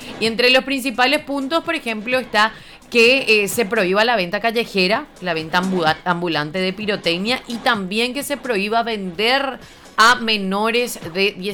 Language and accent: Spanish; Paraguay; nos representa también a nosotros como paraguayos